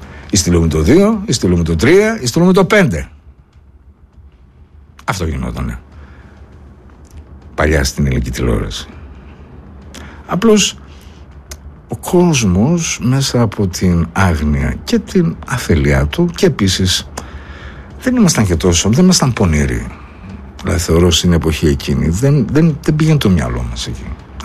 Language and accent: Greek; Greece; Εμείς σαν Έλληνες δεν είχαμε καμία σχέση με αυτό το πράγμα.